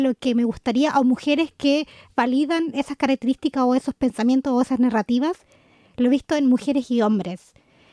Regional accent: Chile; roles de repente súper obsoletos para nosotros que venimos de Chile

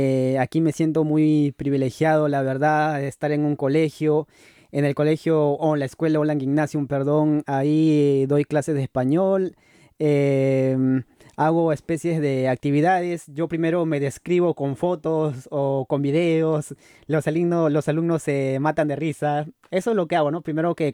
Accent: Peru; moved away as an adult; now in Tübingen, Germany; aquí puedo divertirme, algo que no hacía en Perú.

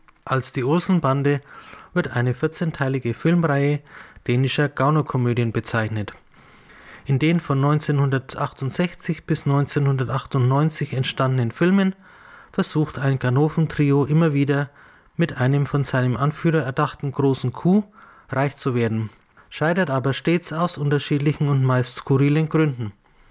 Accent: Bavaria, Germany; als gebürtige Franke

